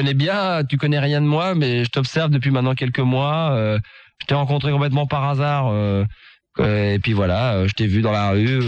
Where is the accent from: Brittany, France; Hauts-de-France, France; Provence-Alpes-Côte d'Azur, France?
Provence-Alpes-Côte d'Azur, France; Carpentras; Oui, je suis de Carpentras aussi, ouais.